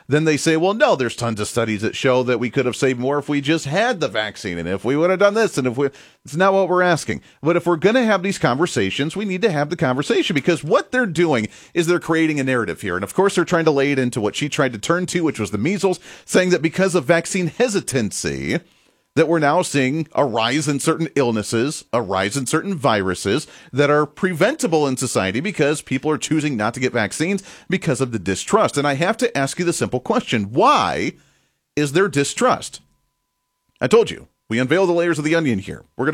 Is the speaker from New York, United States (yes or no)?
no; Kansas, United States; I'm from Kansas. Everybody around here loves, you know, President Eisenhower.